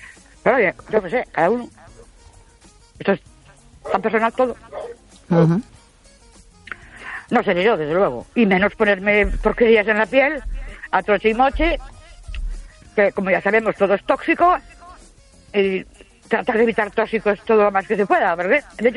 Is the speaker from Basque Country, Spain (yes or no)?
no; Ourense, Galicia, Spain; Buenas noches … de Orense.